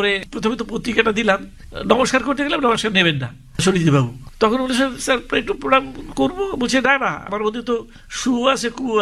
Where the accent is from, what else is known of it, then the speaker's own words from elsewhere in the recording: Faridpur, Dhaka Division, Bangladesh; born there; আমার জন্ম হয়েছে ফরিদপুর জেলা দিগডোগর ভাজনদি গ্রামে।